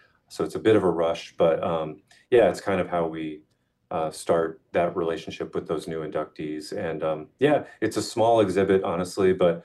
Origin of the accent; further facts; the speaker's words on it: Belleville, Illinois, United States; my hometown of Belleville, Illinois